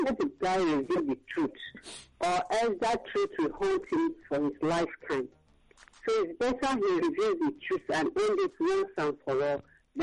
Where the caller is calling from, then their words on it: Ikeja, Lagos, Nigeria; And I'm calling from Ikeja.